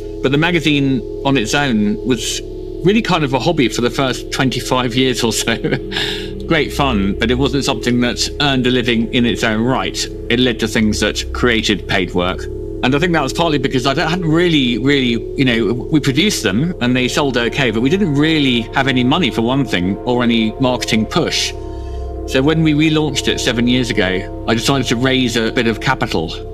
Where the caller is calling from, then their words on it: London, United Kingdom; I am calling from West London, from the office of the Idler magazine.